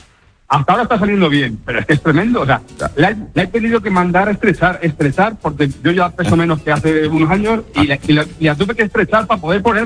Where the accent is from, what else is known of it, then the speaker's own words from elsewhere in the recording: Madrid, Community of Madrid, Spain; Somos dos amigos que somos de Madrid los dos